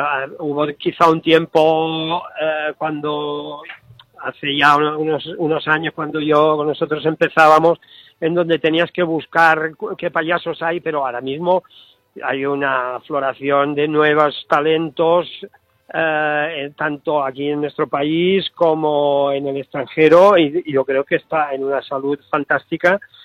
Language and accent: Spanish; Barcelona, Catalonia, Spain; now in Seville, Spain; yo soy de Barcelona